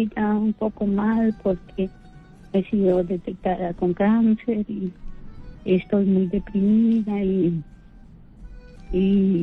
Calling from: Chiclayo, Lambayeque, Peru

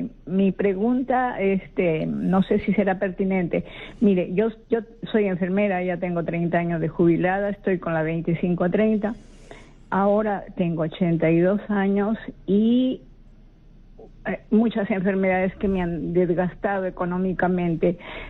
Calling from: Chepén, La Libertad, Peru; soy de Chepén

